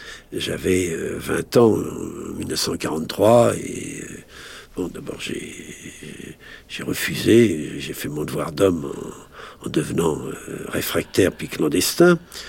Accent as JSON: {"language": "French", "town": "Mainz", "region": "Rhineland-Palatinate", "country": "Germany", "tie": "born or raised there", "said": "vous savez que je suis né à Mayence, en Rhénanie, et ces 8 années que j'ai passées sur les bords du Rhin m'ont beaucoup marqué."}